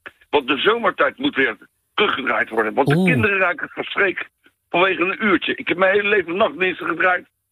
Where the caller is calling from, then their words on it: The Hague, South Holland, Netherlands; wij komen uit Den Haag. Klein dorpje Loosduinen. Dat is geplakt tegen Den Haag aan.